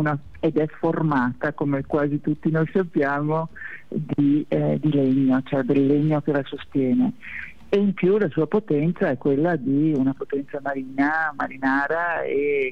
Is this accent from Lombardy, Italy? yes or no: no; Belluno, Veneto, Italy; now in Asiago, Italy; come veneta, come persona che in realtà sono bellunese, quindi per me sono stato trapiantato ad Asiago